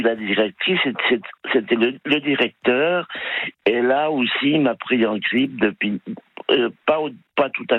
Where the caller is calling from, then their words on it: Louvres, Île-de-France, France; Je rentre chez moi, j'habite à Louvre, dans le Val d'Oise.